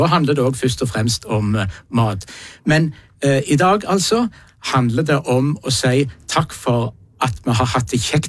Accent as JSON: {"language": "Norwegian", "region": "Western Norway", "country": "Norway", "said": "jeg som vestlending"}